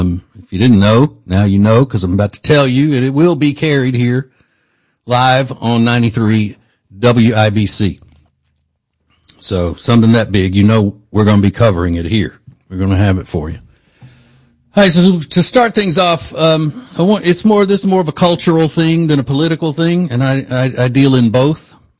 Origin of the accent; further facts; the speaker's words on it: Charlotte, North Carolina, United States; Here I am from Charlotte, North Carolina, where I work and thrive in a big dangerous city.